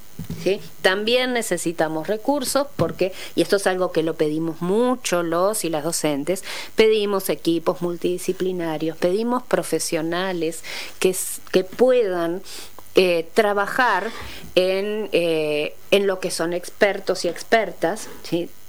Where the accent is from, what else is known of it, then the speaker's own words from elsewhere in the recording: Florida, Uruguay; soy oriunda de Florida, he trabajado la mayor parte de mi vida en Florida